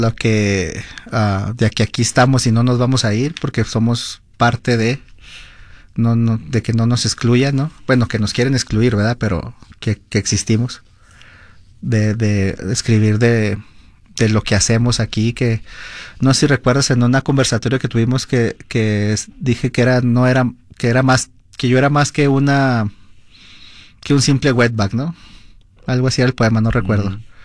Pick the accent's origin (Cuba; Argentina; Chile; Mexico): Mexico; now in Utah, United States; eres uruguayo, yo soy mexicano